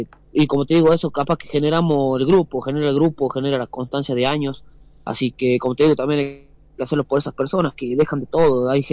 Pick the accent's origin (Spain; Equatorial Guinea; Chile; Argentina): Argentina; Concepción, Tucumán; yo soy acá de Concepción, de la ciudad de Concepción, hice infantil inferior acá en Concepción